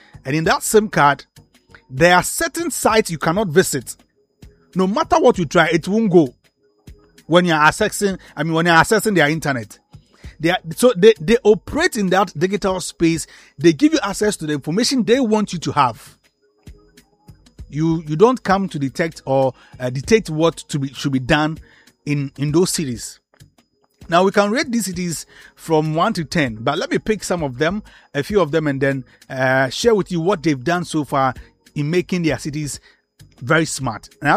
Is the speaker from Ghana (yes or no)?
yes; Ghana; So as a Ghanaian, when you go to Dubai, all you have to do is just download Dubai Now app.